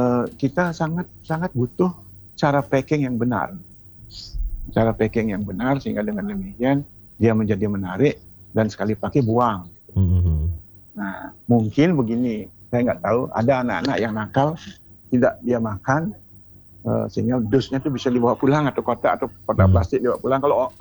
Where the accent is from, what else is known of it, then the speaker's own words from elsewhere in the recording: Bangi, Indonesia; kalau seperti saya pulang ke kampung dalam satu saat, ini kampung saya di Bangi